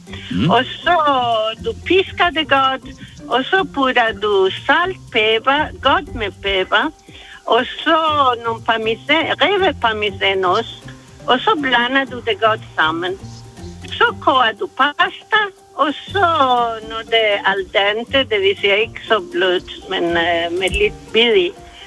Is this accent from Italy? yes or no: yes; Italy; moved away; jeg er italiener, og jeg er 71 år gammel.